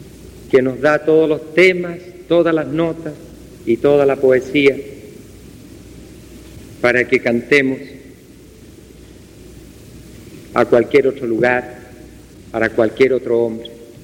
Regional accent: Chile

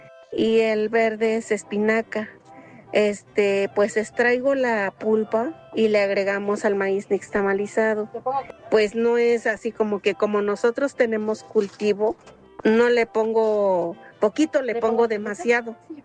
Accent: Xochimilco, Mexico City, Mexico; also born or lived in Toluca, State of Mexico; yo soy del estado de Toluca, pero vivo en Xochimilco desde muy pequeña y sembramos las verduras.

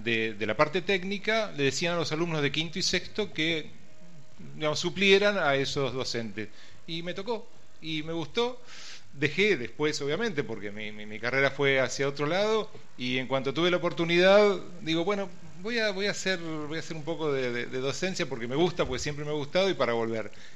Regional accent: Lanús, Buenos Aires Province, Argentina; moved away as an adult; now in Maipú, Argentina; yo iba a la escuela secundaria, una escuela técnica en Lanús, yo soy de Lanús

